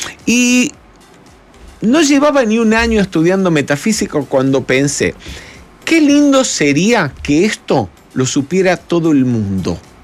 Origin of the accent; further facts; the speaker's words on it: Córdoba, Argentina; moved away as an adult; also born or lived in Rome; now in Buenos Aires, Argentina; mi ciudad natal. Yo soy nacido en Argentina, pero en la ciudad de Córdoba. Aunque hoy en día estoy residenciado un poco entre Buenos Aires y Roma, en Italia.